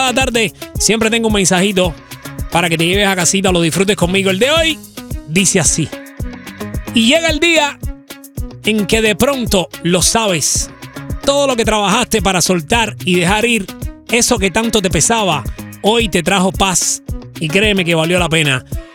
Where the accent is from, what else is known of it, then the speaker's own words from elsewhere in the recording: Havana, Cuba; born there; Soy cubano desde Pinar del Río hasta Guantánamo, ¿ok? Cualquiera me sirve. Yo nací en La Habana